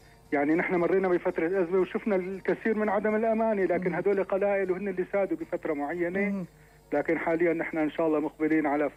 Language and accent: Arabic; Syria; بلدنا سوريا